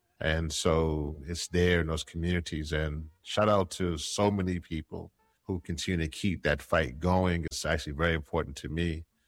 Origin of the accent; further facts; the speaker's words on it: Louisiana, United States; accent: Louisiana drawl; now in Washington, United States; Yeah, I am from Louisiana. So people may hear a little bit of a Louisiana draw, a little bit, not too much. I've been around.